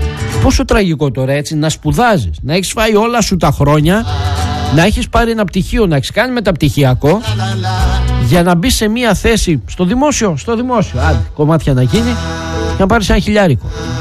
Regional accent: Greece; Δεν αποδεικνύουμε και ότι είμαστε Έλληνες

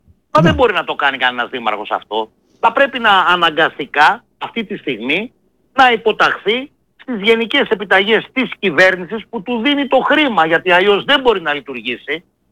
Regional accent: Central Greece, Greece; την ιδιαίτερη πατρίδα μου, το Δήμο Κίμης Αλιβερίου

